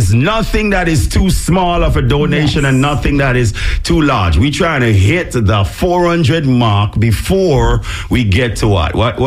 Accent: Jamaica; moved away; You know me, I'm all Jamaican. I will jack up words.

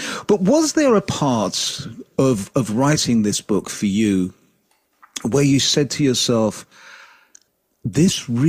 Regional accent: London, United Kingdom; born or raised there

